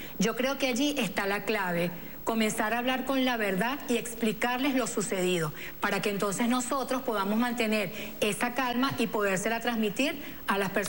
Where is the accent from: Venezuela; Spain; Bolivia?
Venezuela; nosotros los venezolanos